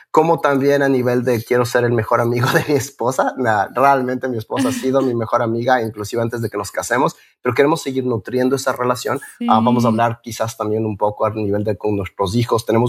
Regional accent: Ecuador; now in Quito, Ecuador; mi esposa es de los Estados Unidos, yo soy ecuatoriano, vivimos en Ecuador

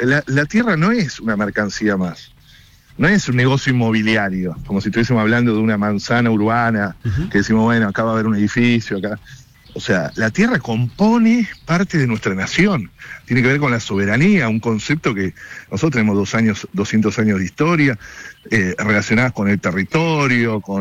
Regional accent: Argentina

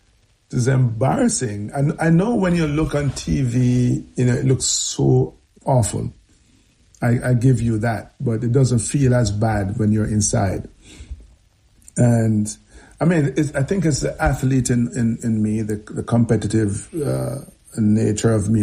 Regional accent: Jamaica; Like we don't go, it's okay because we're from Jamaica, tropical island, so whatever result we get, we get.

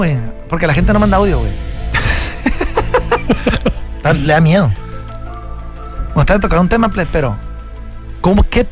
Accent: Mexico; nos damos cuenta que somos mexicanos.

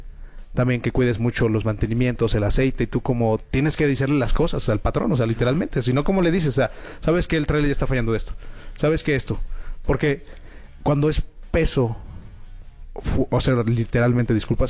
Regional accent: Villa de Reyes, San Luis Potosí, Mexico

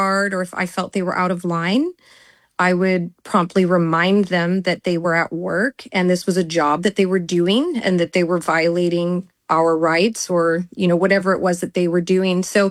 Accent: Canada; also born or lived in Australia / New Zealand; I didn't think along the lines of being Canadian, more that I had done my due diligence to have the paperwork in place that I needed in order to correctly navigate the immigration system. I've immigrated to Australia, New Zealand

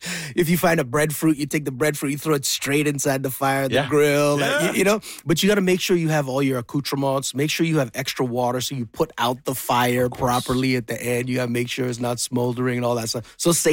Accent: Edmonton, Alberta, Canada; born or raised there

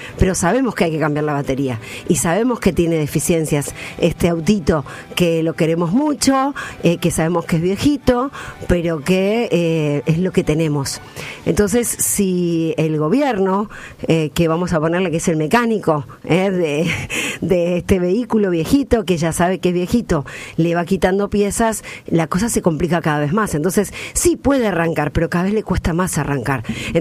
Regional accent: Argentina; así somos los argentinos.

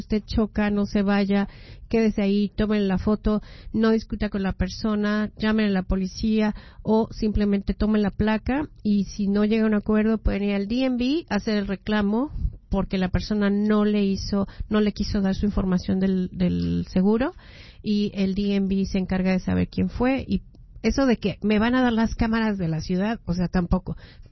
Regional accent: Mexico City, Mexico; moved away

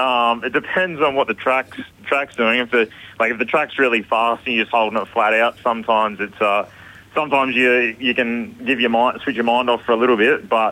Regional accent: Mildura, Victoria, Australia; born or raised there

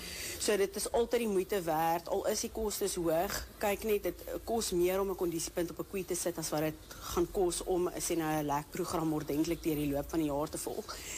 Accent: Pretoria, Gauteng, South Africa; born or raised there

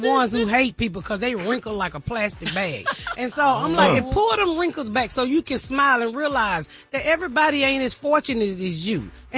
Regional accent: Atlanta, Georgia, United States; even people know that I'm from Atlanta.

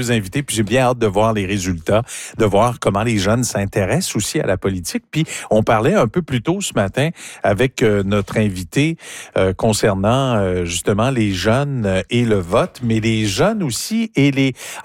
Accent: Quebec, Canada; chez nous au Québec.

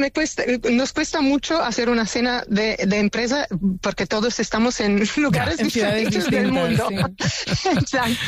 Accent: Italy; Spanish is a second language; y yo soy italiana, pero como agente siempre he trabajado en España

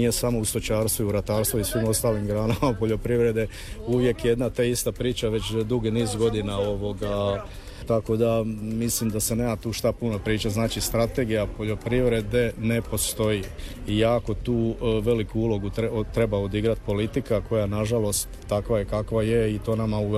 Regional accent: Croatia

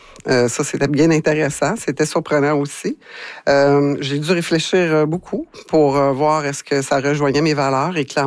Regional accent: Val-d'Or, Quebec, Canada; une fille de l'Abitibi depuis toujours. Je suis née à Val-d'Or. Je me suis construite à Val-d'Or, comme je le dis à tous les jours. J'ai fait ma carrière à Val-d'Or. Je suis vraiment une fille d'ici

